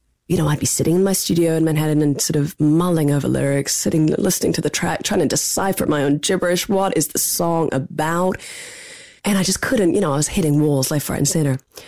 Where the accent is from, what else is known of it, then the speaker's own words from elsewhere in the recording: New Zealand; now in United States; And as a New Zealander living in America, watching how people rise through a campaign, right?